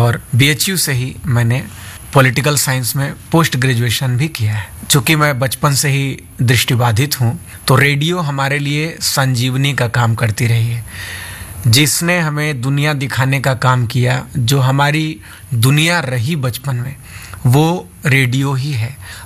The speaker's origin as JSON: {"language": "Hindi", "town": "Varanasi", "region": "Uttar Pradesh", "country": "India", "tie": "born there", "also_born_or_lived": "Sonbhadra district, Uttar Pradesh", "said": "मेरा जन्म उत्तर प्रदेश के सोनभद्र जिले में हुआ और मेरी शिक्षा दीक्षा 12वीं तक की श्री हनुमान प्रसाद पोद्दारंद विद्यालय दुर्गाकुंड वाराणसी से हुई"}